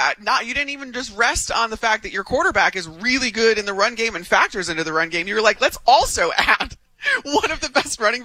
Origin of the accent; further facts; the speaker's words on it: Chicago, Illinois, United States; I'm from Chicago. I monitor the Bears very closely.